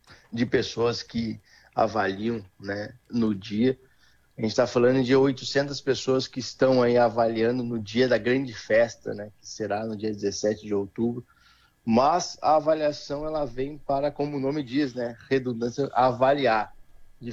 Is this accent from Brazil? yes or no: yes; Rio Grande do Sul, Brazil; nós mesmos aqui, como gaúchos